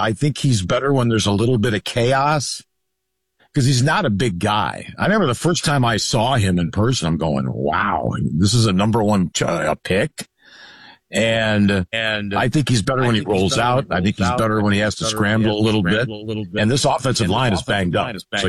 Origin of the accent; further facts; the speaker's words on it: Tonawanda, New York, United States; moved away; I grew up in Tonawanda, city of... Not the town, not north, city of.